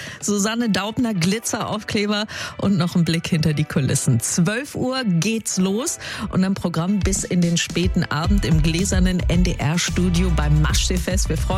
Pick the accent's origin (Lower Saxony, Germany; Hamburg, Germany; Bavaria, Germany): Lower Saxony, Germany; Hanover; ich komme ja aus Hannover.